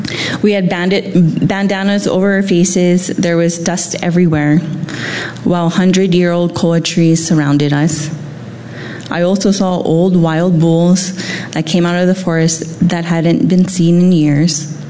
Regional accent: Haleiwa, Hawaii, United States; I moved back to Oahu and set up shop in my hometown, Haleiwa.

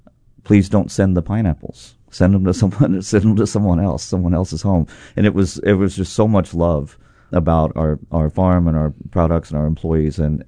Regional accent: Kentucky, United States; but I grew up in Kentucky fixing old cars and old buildings and stuff, and we just used our hands a lot and working on my grandfather's farm for a little bit.

